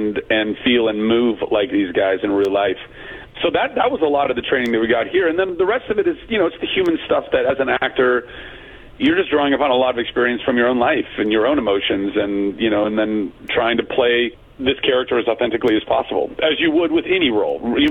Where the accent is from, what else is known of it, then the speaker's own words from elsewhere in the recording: United States; I might have been the only American actor they saw